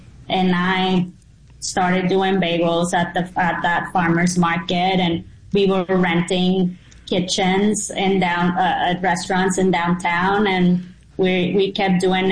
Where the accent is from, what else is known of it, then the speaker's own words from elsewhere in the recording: Mexico; English is a second language; and while doing it, it just brings memories growing up in Mexico.